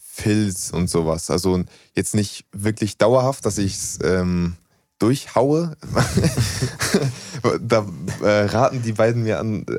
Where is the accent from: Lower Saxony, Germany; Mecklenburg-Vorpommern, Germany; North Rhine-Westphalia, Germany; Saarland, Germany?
Mecklenburg-Vorpommern, Germany; wir kommen aus dem Umkreis Wismar.